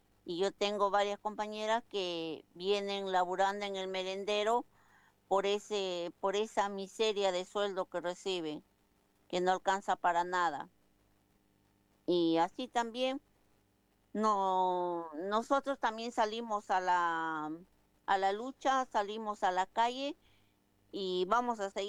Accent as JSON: {"language": "Spanish", "town": "José León Suárez", "region": "Buenos Aires Province", "country": "Argentina", "said": "Bueno, compañera … soy de José León Suárez, del merendero Camino a la Cruz."}